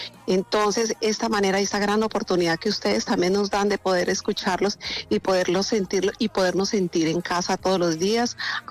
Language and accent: Spanish; Chiquinquirá, Boyacá, Colombia; saludar a toda mi gente de Chiquinquirá, de donde yo soy, mi gente de Boyacá, gente pujante, gente grande